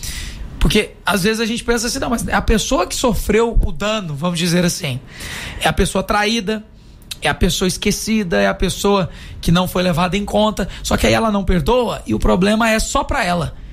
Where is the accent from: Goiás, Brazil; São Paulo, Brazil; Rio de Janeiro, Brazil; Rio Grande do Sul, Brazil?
Goiás, Brazil; como nós goianos aqui